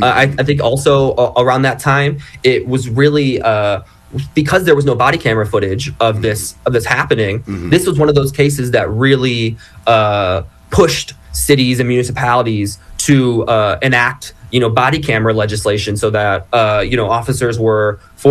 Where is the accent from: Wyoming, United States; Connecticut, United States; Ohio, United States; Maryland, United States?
Ohio, United States; I was not based here in Ohio, but I'm you know, I grew up in Ohio.